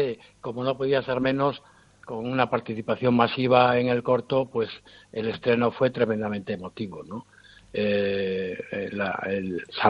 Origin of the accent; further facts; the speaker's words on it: Galicia, Spain; historias maravillosas para sentirnos orgullosos de formar parte como gallegos de esa cultura ancestral.